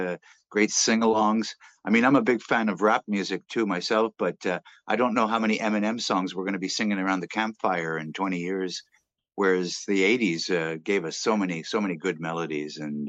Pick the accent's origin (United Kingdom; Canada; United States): Canada; We grew up in Canada where the winters are very harsh